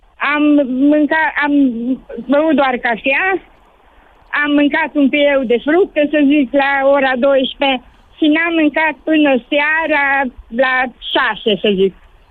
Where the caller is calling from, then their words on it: Arad, Arad County, Romania; din Arad.